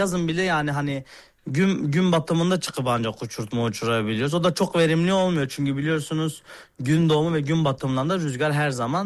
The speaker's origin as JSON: {"language": "Turkish", "region": "Mardin", "country": "Turkey", "tie": "born or raised there"}